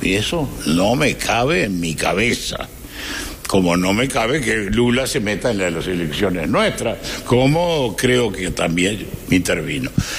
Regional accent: Uruguay; como orientales, como uruguayos

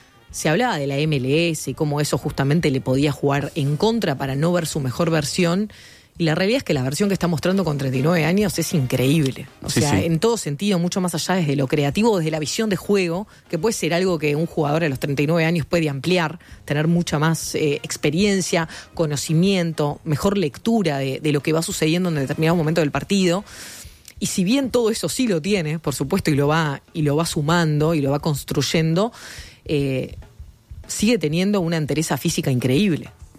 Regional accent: Uruguay

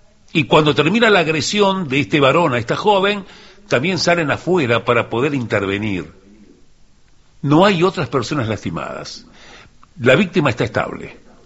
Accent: Uruguay; en este que es mi país, que quiero, que nací, que crecí, que me eduqué, que me formé como hombre, como profesional.

